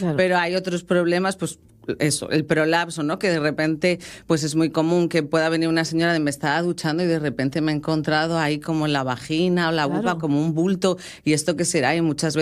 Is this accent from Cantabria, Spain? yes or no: yes; Santander, Cantabria, Spain; moved away as an adult; now in Caravia, Spain; antes de venir a vivir aquí a Asturias, que yo soy de Santander, y al principio, claro, pues era hace 12 años que llevo aquí. Me vine a vivir a Caravia, que al final es un concejo de los más pequeños de Asturias